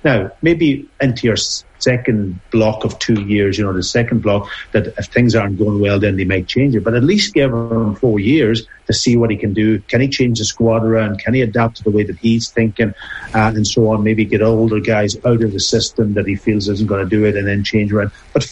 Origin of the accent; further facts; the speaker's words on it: Ireland; You want them to do the very best, because we're Irish supporters and we want to be out there supporting them in the big tournaments.